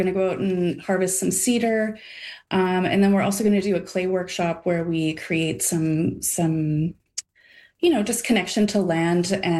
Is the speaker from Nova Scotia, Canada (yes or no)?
no; Winnipeg, Manitoba, Canada; here in my hometown of Winnipeg